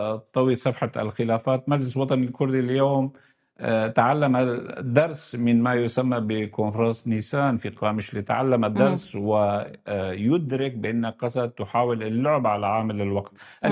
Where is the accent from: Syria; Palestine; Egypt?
Syria; Kobani, Aleppo Governorate; أنا أتحدث كوني ككردي ومطلع يعني على سبيل المثال من منطقة كوباني